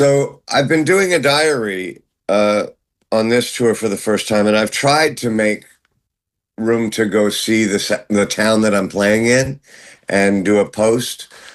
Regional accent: London, United Kingdom; born there; Yes, I was born in London, at St. Mary's Hospital, and it's my family is actually from Scotland.

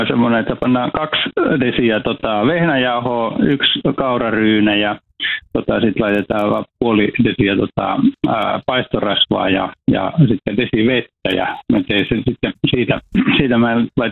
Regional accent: Iisalmi, North Savo, Finland; mä oon syntynyt siellä Iisalmen Peltosalmella ja mä oon ihan vauvana asunut samassa talossa.

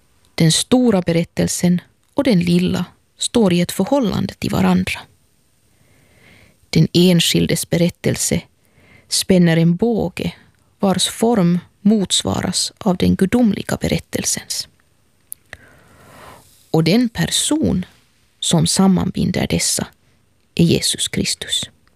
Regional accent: Helsinki, Uusimaa, Finland; och jag är från Helsingfors.

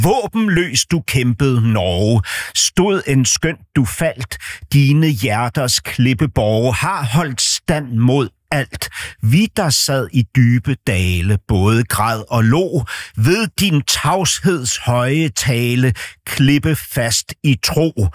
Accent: Denmark; Swedish is a second language; sån med en inbyggd stolthet som jag som dansk syns är opassande att deklamera på den måde

